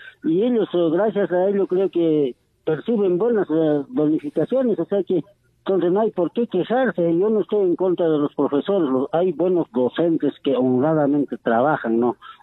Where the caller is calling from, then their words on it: Cabanilla, Puno, Peru; Voy a llamar del distrito Cabanilla, provincia Lampa.